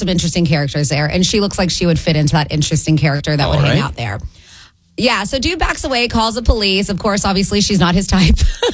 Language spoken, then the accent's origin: English; Atlanta, Georgia, United States; moved away; I'm originally from Atlanta.